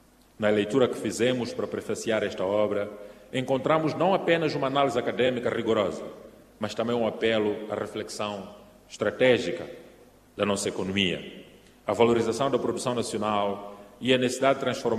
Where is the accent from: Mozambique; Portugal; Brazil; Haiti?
Mozambique